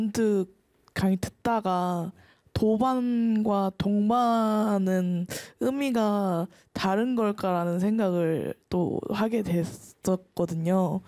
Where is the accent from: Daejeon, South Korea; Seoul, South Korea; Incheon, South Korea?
Incheon, South Korea; 저는 인천 계양구에서 온